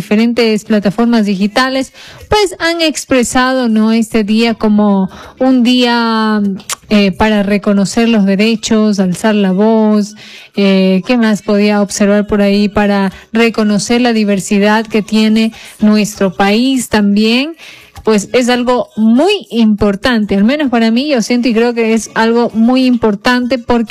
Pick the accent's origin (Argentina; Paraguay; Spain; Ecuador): Ecuador; orgullosos de ser ecuatorianos